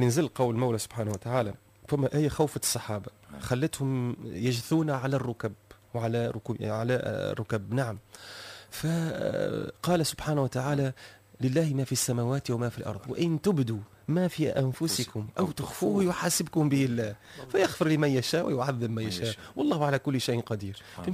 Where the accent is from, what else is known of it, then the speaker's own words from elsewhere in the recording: Tunisia; تجم تكون كلمة احنا عندنا في تونس مثلا في العاصمة عادية